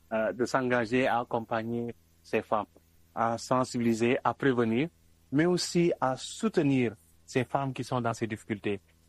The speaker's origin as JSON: {"language": "French", "country": "Senegal", "said": "mais non, nous sommes des hommes, nous sommes des Africains, nous sommes des Sénégalais."}